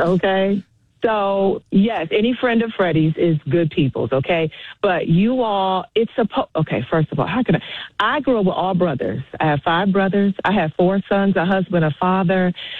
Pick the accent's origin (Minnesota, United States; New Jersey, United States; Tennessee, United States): New Jersey, United States; I'm from Jersey, so